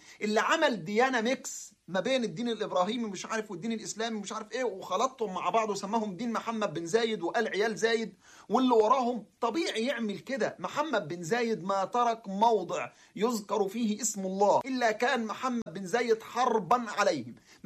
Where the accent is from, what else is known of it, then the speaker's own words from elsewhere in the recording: Egypt; زي ما المناهج التعليمية عندنا في مصر اتغيرت